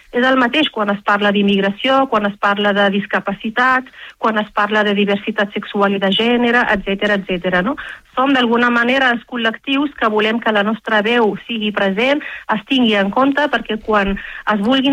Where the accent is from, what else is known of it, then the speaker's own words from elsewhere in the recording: Rif, Morocco; de la cultura amazic, de la llengua amazic, del Rif, que és el meu poble d'origen, no?